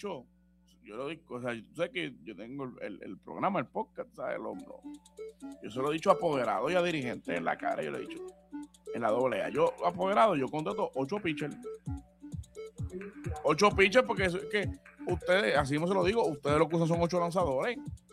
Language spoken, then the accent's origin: Spanish; Cabo Rojo, Puerto Rico; Cabo Verde, yo soy de Cabo Rojo. Cabo Verde, ¿dónde queda?